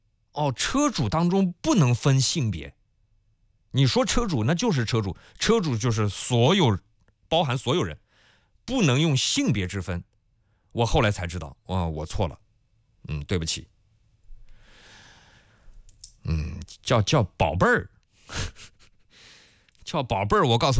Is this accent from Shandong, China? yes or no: yes; Shandong, China